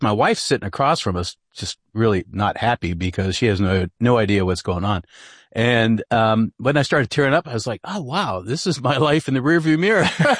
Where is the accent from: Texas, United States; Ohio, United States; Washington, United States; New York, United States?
Ohio, United States; Yeah, so I grew up in a small town outside of Canton, Ohio.